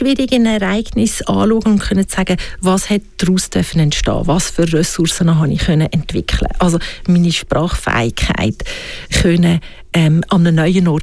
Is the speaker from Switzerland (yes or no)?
yes; Switzerland